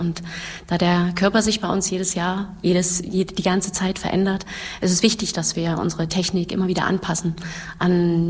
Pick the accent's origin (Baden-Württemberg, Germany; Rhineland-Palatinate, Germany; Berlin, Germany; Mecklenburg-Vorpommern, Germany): Berlin, Germany; also born or lived in Weimar; now in Halle, Germany; bin ich gebürtige Hallenserin, weil ich eben, wie schon gesagt, hier im Kröllwitzer Krankenhaus geboren wurde, war aber dann eine ganze Weile nicht hier, weil ich in Berlin dann weiterhin groß geworden bin, studiert habe und mich der Zufall nach Halle zurückgebracht hat.